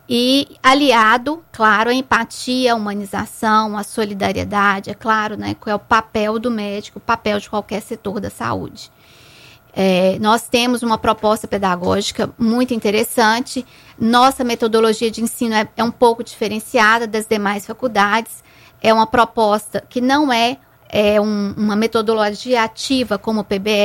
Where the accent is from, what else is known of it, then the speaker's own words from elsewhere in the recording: Minas Gerais, Brazil; moved away as an adult; now in Penedo, Brazil; sou mineira, né?